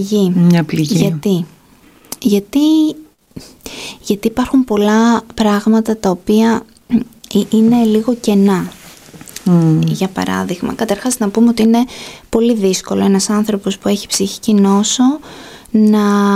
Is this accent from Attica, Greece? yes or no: no; Corinth, Peloponnese, Greece; now in Ioannina, Greece; εγώ, που είμαι από την Κόρινθο και έχτισα τη ζωή μου στα Γιάννενα